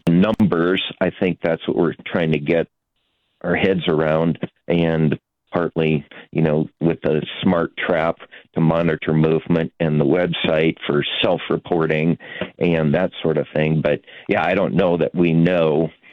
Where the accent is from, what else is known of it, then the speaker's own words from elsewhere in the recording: North Dakota, United States; moved away; I grew up in North Dakota